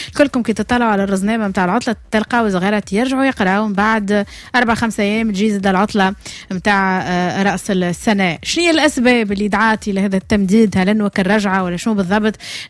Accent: Tunisia; احنا تونس صغيره

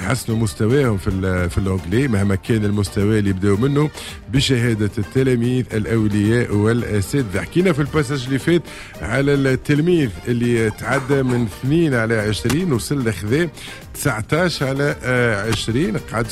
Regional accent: Tunisia; عندنا في تونس

